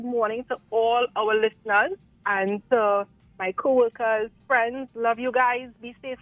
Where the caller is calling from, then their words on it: Arouca, Trinidad & Tobago; I'm calling from Aruka.